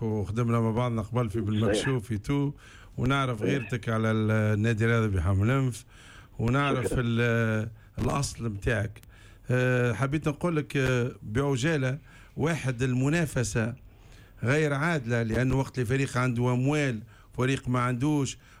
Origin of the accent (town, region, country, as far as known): Ben Arous, Tunisia